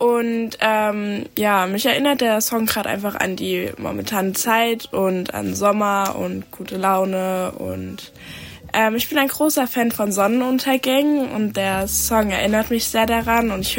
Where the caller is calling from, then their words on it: Leipzig, Saxony, Germany; Ich komme aus Leipzig